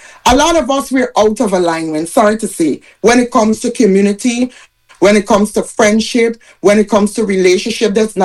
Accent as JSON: {"language": "English", "country": "Guyana", "moved": "yes", "lives_now": "Houston, United States", "said": "I'm living in Houston, Texas, but I'm from Guyana. I'm Guyanese."}